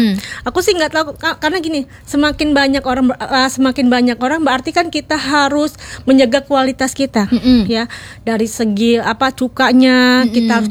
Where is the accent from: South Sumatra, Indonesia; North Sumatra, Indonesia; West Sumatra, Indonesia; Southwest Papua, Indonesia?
South Sumatra, Indonesia; Palembang; moved away; Halo pemirsa … saya asli Palembang. Di sini merantau udah kurang lebih 20 tahun.